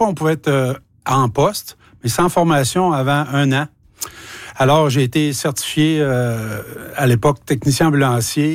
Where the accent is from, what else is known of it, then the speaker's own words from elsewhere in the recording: Quebec, Canada; Il y a 45 ans, on parle de 1981. J'habitais la Côte-Nord. Je suis originaire de la Côte-Nord et c'était plutôt difficile.